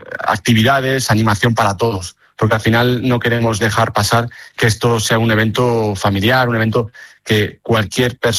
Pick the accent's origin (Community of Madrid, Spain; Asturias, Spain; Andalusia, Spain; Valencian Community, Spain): Community of Madrid, Spain; El Escorial; Que voy a hablar de mi pueblo. Yo soy de aquí, del Escorial, de toda la vida, como bien sabes.